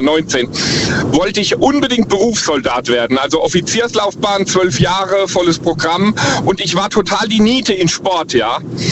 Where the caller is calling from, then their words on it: Ruppertsberg, Rhineland-Palatinate, Germany; Ich komme aus der Ecke Ruppertsberg.